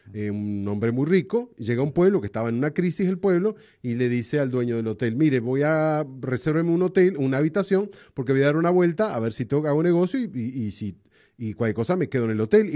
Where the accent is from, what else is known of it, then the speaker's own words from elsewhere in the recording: Montevideo, Uruguay; born there; si bien vivo en Montevideo y nací en Montevideo, pero mi tierra es, mi corazón está en el interior siempre